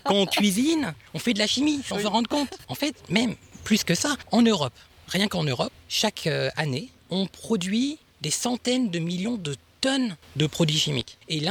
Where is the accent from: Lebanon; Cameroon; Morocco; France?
France; Béthisy-Saint-Pierre, Hauts-de-France; moved away as an adult; also born or lived in Paris / Lyon; now in Japan; moi je suis originaire de Béthisy-Saint-Pierre. Je suis resté ici jusqu'au bac que j'ai eu à Compiègne.